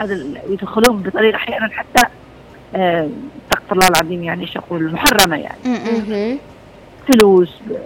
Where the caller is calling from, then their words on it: Yemen; نحن كمجتمع يمني